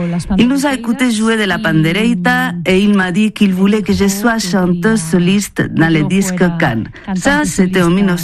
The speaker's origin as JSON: {"language": "French", "town": "Arteixo", "region": "Galicia", "country": "Spain", "said": "je viens d'Arteixo, à côté de la Corogne, en Galice."}